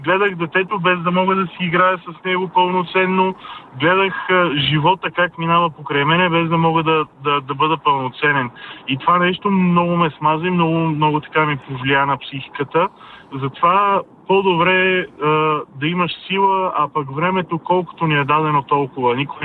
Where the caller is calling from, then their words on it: Sofia, Sofia City, Bulgaria; Добро утро … от София, драго ми.